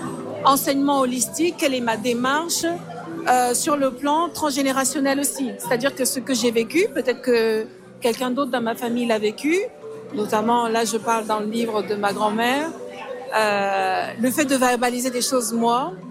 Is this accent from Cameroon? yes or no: yes; Cameroon